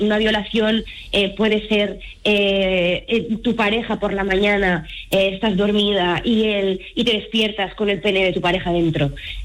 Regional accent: Barcelona, Catalonia, Spain; Y entonces yo soy de Barcelona y me tuve que ir a Madrid

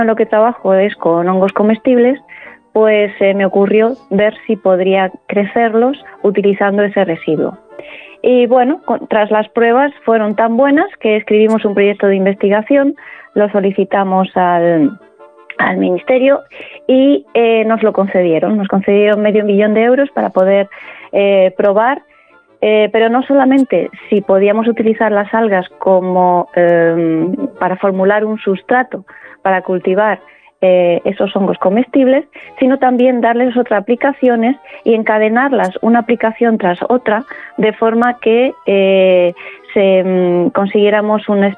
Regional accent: Murcia, Region of Murcia, Spain; born or raised there; now in Madrid, Spain

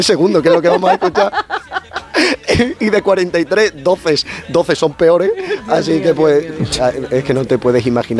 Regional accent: Frigiliana, Andalusia, Spain; soy de Frigiliana. Y con orgullo

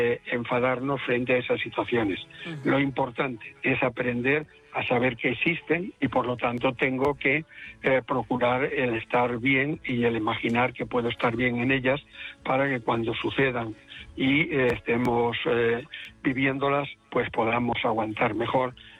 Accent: Galicia, Spain; Como buen gallego voy allí.

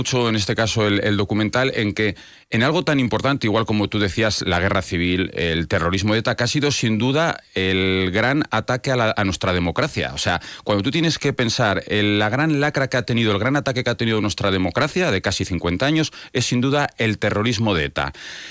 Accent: Basque Country, Spain; Me vengo a mi tierra, al País Vasco, y cada 2 días matando a gente.

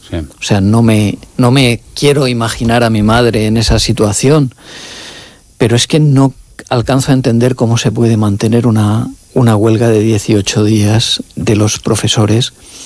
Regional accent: Valencian Community, Spain; Y soy alicantino, o sea, valenciano.

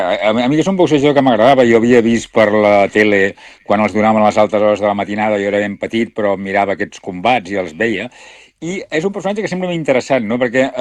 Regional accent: Reus, Catalonia, Spain; born there; quan jo era petit, a Reus hi havia, i de fet a molts llocs de Catalunya passava, hi havia matinals de boxa els caps de setmana, i amb mon pare hi anàvem

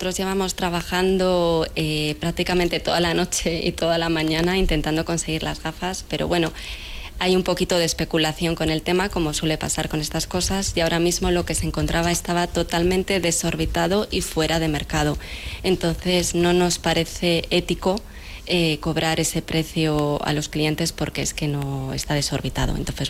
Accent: Spain; somos españoles

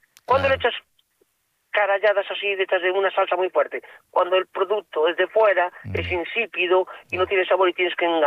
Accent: Galicia, Spain; esa como somos los gallegos, somos abiertos, somos cariñosos.

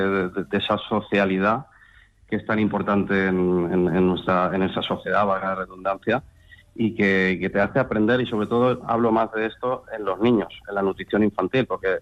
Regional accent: Valencia, Valencian Community, Spain

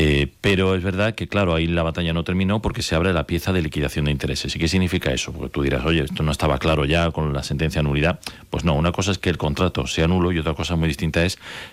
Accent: Córdoba, Andalusia, Spain

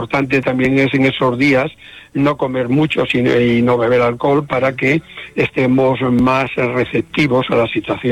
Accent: Galicia, Spain; Como buen gallego voy allí.

